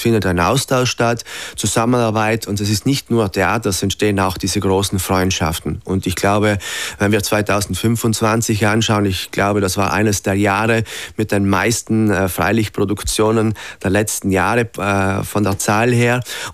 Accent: Eckental, Bavaria, Germany; ich habe ja schon als Jugendlicher, als Kindesalter, damals noch im Eckental, wo ich aufgewachsen bin

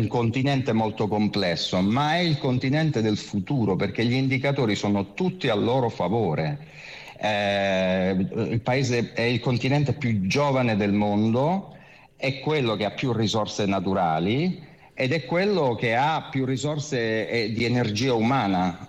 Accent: Apulia, Italy; born there; Poi noi siamo nati sul Gargano e gran parte del festival si fa sul Gargano, che è un piccolo continente dal punto di vista degli ambienti naturali e dei paesaggi.

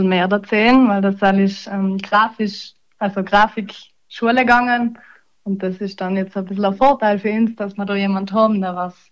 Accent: Tschötsch, Trentino-Alto Adige, Italy; ich komme aus Tschötsch, das ist ein kleines Dorf

